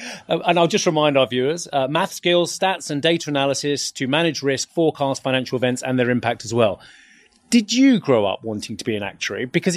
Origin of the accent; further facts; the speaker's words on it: Essex, East of England, United Kingdom; We're both from Essex